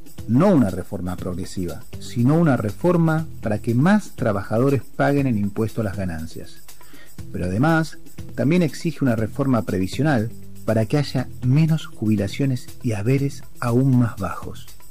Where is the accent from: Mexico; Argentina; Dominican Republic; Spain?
Argentina; estamos los y las argentinas del mal, la gran mayoría del pueblo argentino